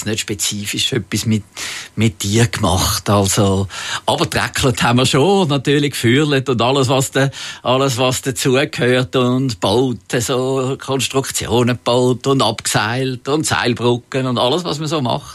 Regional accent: Zurich, Switzerland; Aber natürlich bin ich aufgewachsen in Zürich und der Zoo war näher gewesen

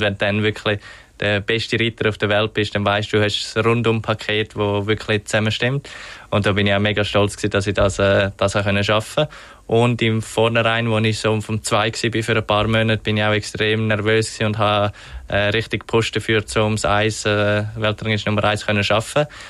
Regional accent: Switzerland; Als Schweizer hat man natürlich, als junger Schweizer hat man eher mal eine Gelegenheit, zum Beispiel in St. Gallen oder in Genf an den Start zu gehen.

